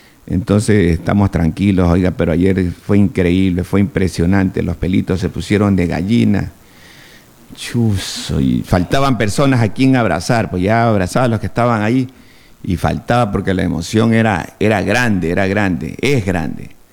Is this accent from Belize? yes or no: no; Ecuador; Yo soy ecuatoriano